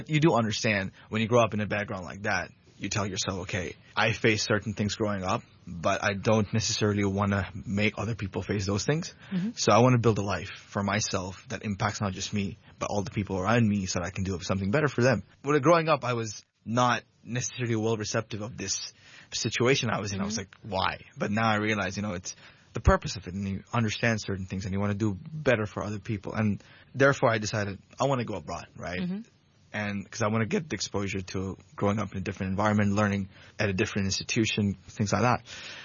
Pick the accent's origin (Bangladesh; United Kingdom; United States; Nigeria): Bangladesh; English is a second language; moved away as an adult; now in Hong Kong